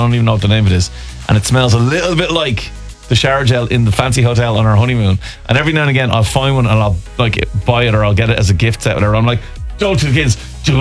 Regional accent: Dublin, Leinster, Ireland; As a Jackeen living in Dublin, yeah. I spent my summers down in Limerick, in rural Limerick.

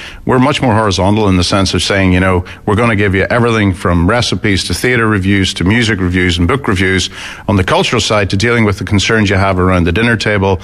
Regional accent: Portstewart, Northern Ireland, United Kingdom; moved away as an adult; also born or lived in Yorkshire; now in Canada; I grew up in Port Stewart, up on the Antrim coast. Absolutely gorgeous, idyllic childhood. Still think of it as home. But there was not a lot of work there.

